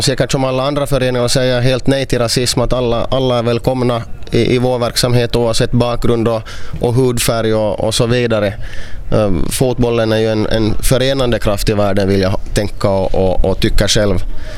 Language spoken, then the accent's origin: Swedish; Ostrobothnia, Finland; på basen av min finlandssvenska bakgrund